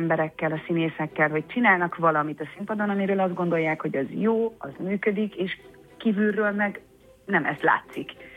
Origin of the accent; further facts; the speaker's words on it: Debrecen, Hajdú-Bihar, Hungary; Debrecenben, a szülővárosomban